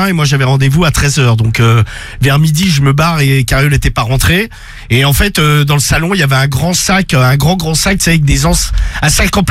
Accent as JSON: {"language": "French", "country": "France", "said": "on a tout compris parce qu'on est français"}